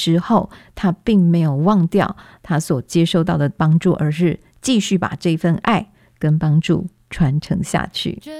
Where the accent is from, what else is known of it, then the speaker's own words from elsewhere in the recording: Taiwan; 我们自己在台湾长大的可能还没有他的这个农业的学习历程来的完整